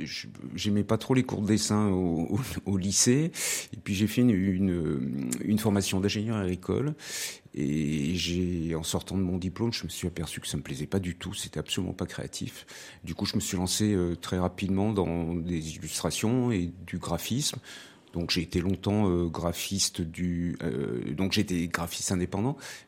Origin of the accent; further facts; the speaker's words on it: Grenoble, Auvergne-Rhône-Alpes, France; je suis grenoblois et j'ai jamais quitté Grenoble. Donc j'ai toujours travaillé à Grenoble. Je suis originaire de Savoie par mes parents, mais voilà, je n'ai jamais quitté Grenoble. J'y suis né et peut-être je vais mourir.